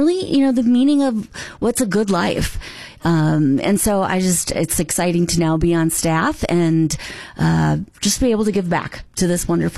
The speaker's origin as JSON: {"language": "English", "town": "Campbell", "region": "Minnesota", "country": "United States", "tie": "born or raised there", "said": "So I grew up here in the Valley, just a little bit south in Campbell, Minnesota."}